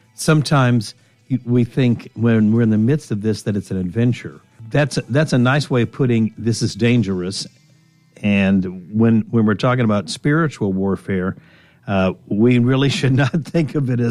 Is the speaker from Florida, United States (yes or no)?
yes; Daytona Beach, Florida, United States; I grew up in Daytona Beach, Florida, just a half a block from the ocean.